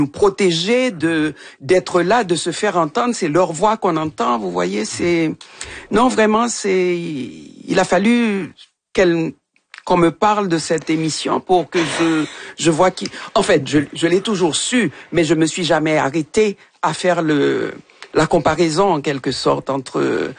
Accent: Haiti; moved away; Ça fait longtemps que j'ai quitté Haïti.

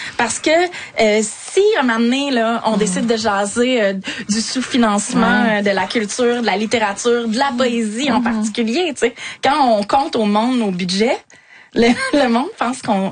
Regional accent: Shawinigan, Quebec, Canada; Pourtant, moi, je viens de Shawinigan, là, donc j'ai j'étais souvent au Festival international de la poésie de Trois-Rivières

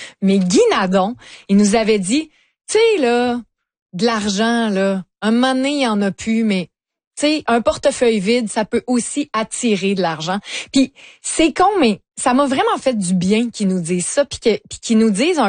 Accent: Lévis, Quebec, Canada; Ben, moi, je viens de Lévis.

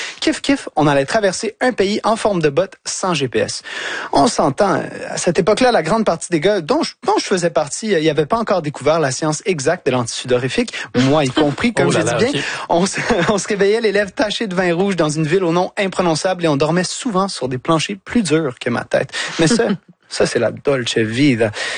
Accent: Quebec, Canada; Ça tombe bien, Roberto. Moi, je viens du Québec.

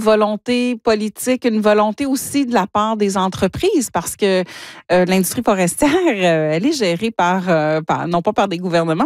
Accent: Ontario, Canada; Je viens moi-même du nord de l'Ontario. J'ai été journaliste pendant quinzaine d'années dans le Nord.

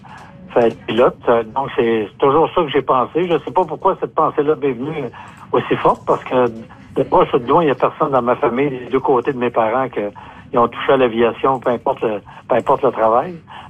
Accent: Mont-Joli, Quebec, Canada; born there; Ouais, j'ai déménagé de Québec à l'âge de 8 ans. On vient de Saint-Albert-le-Grand, nous, dans le bas de la ville. Et à l'âge de 8 ans, on est déménagé à Mont-Joli, puis on est resté là tout ce temps-là.

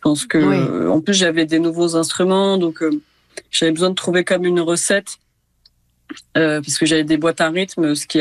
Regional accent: Ramatuelle, Provence-Alpes-Côte d'Azur, France; Ben en fait, j'ai un lien assez fort avec Ramatuelle, donc là où j'ai grandi, puisque toute ma famille est là.

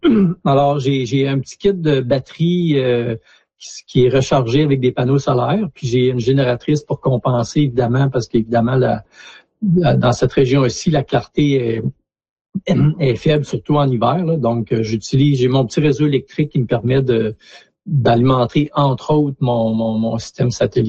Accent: Gagnon, Quebec, Canada; Moi, je suis originaire de Gagnon à la base, là, une ville minière là, qui était un peu au sud de Fermont.

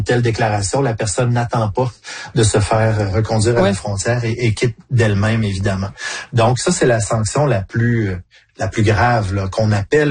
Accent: Canada; chez nous au Canada

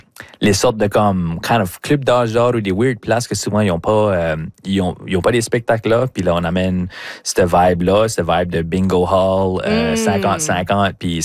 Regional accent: Cap-Pelé, New Brunswick, Canada; Moi, j'étais souvent à la Sandy Beach quand j'étais jeune à Capelé, passer du temps dans les plages là. Puis, ma famille, sur le bord de ma mère, ils ont tous des campers à la Sandy Beach.

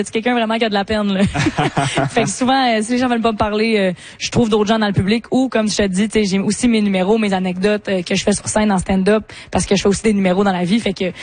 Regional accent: L'Orignal, Ontario, Canada; now in Montreal, Canada; Je peux dire que c'est un peu ma région, puisque je viens de l'Orignal, dans l'est de l'Ontario. Fait que moi, je considère que rendu Ottawa, Gatineau, c'est ma gang, là. On parle pareil, on se comprend.

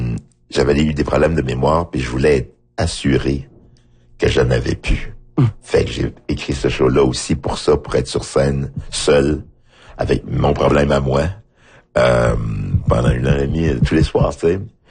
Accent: Haiti; Je dis « Oui, je viens d'Haïti, mais je suis en Haïti, mais qu'est-ce que ça veut dire?

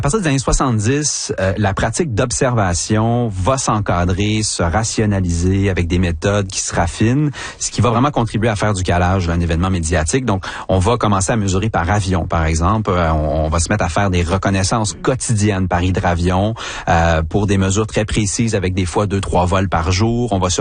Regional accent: Quebec, Canada; moved away; Moi, je viens de l'Outaouais, j'ai grandi en Outaouais.

